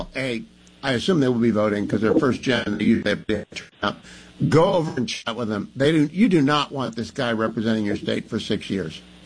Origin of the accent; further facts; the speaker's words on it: Warren, Ohio, United States; I know Warren, Michigan, because I'm from Warren, Ohio